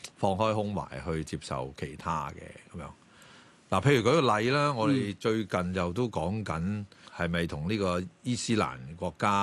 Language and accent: Cantonese; Shanghai, China; 我係上海人北方人。